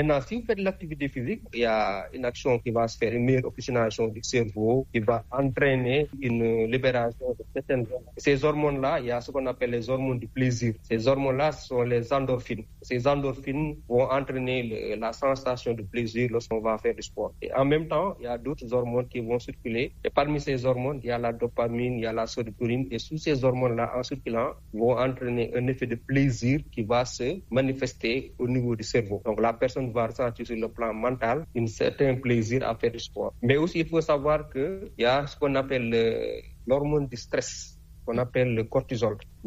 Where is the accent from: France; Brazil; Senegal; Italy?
Senegal; chez nous au Sénégal